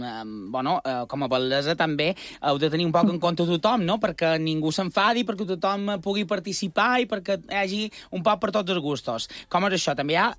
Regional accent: Consell, Balearic Islands, Spain; avui m'ho anirem en el meu poble, perquè es celebra l'Orgull Conseller.

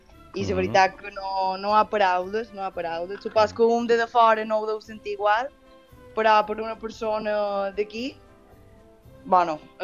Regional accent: Porreres, Balearic Islands, Spain; Som de Porreres

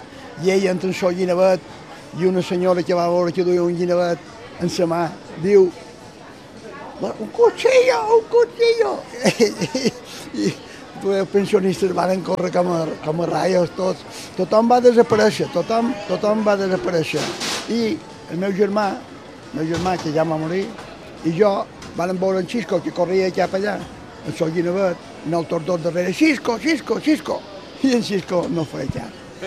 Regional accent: Palma, Balearic Islands, Spain; born there; Jo vaig néixer en el Matadero. M'entén, ma mare pelava peus i jo em fotien a dins un meriquenota i me tiraven un racó. Això és així. Quan vaig començar a caminar, ma mare pelava peus i jo estava a 50 metres de la nave dels xocs, de l'escorxó de Palma.

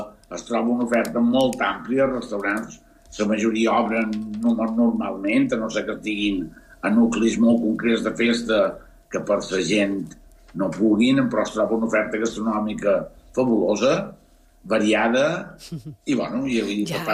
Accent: Ciutadella, Balearic Islands, Spain; som de Ciutadella, he hagut un poc de la festa, i la veritat que molt bé

